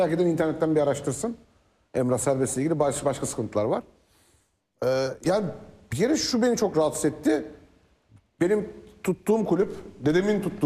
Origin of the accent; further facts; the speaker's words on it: Ankara, Turkey; Bir Ankaralı olarak özellikle.